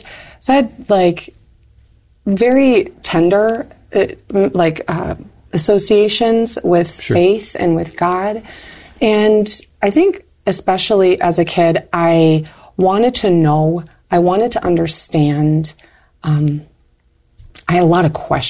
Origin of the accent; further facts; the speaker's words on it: Marquette, Michigan, United States; I grew up in, I'm from Upper Michigan, Marquette, Michigan, the UP, I'm a Uper.